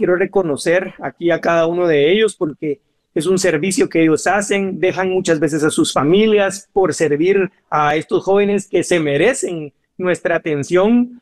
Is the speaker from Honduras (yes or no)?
no; Guatemala; yo soy guatemalteco.